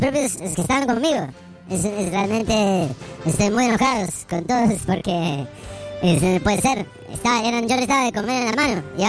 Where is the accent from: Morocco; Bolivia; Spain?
Bolivia; voy a contar un chiste de bolivianos, porque yo soy boliviano, puedo contarlo.